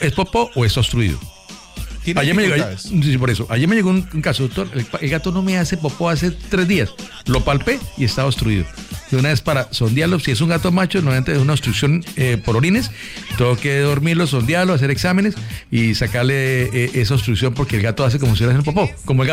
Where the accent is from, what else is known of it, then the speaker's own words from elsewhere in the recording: Bucaramanga, Santander, Colombia; now in Cúcuta, Colombia; soy de Bucaramanga